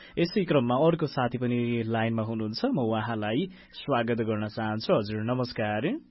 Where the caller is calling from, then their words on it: Bethanchok, Bagmati, Nepal; हजुर बेथानचोकबाट